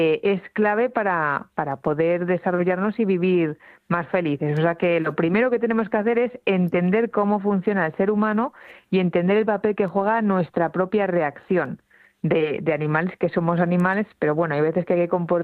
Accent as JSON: {"language": "Spanish", "town": "Oviedo", "region": "Asturias", "country": "Spain", "said": "del naranco, porque yo soy de Oviedo"}